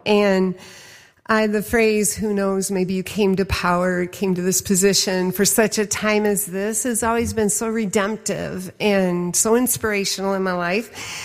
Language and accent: English; Zeeland, Michigan, United States; from Zeeland, Michigan.